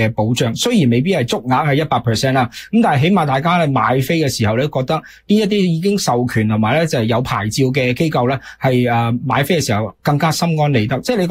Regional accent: Hong Kong; moved away; 我哋原居地啦，可能係即係我嚟自香港啦

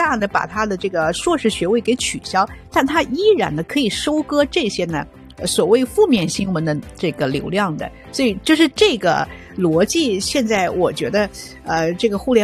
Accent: Chengdu, Sichuan, China; now in Toronto, Canada; 包括我的家乡成都这些哈

